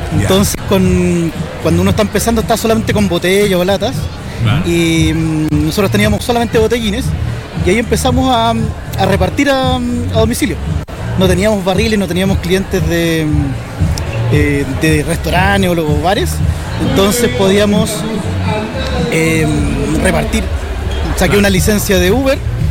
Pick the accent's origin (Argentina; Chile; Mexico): Chile; Viña del Mar, Valparaíso; Siempre de Viña del Mar.